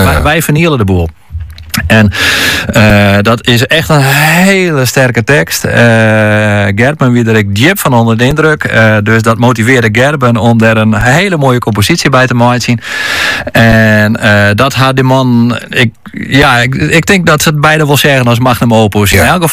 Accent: Kollum, Friesland, Netherlands; Ik ben zelf opgegroeid in Kolom, dus ik ken dat gebied.

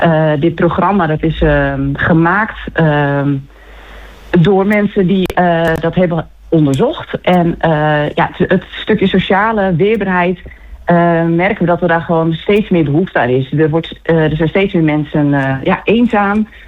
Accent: Harlingen, Friesland, Netherlands; now in Franeker, Netherlands; Ja, ik kom uit Friesland. Ja, ik kom uit Harlingen. Daar ben ik geboren en getogen.

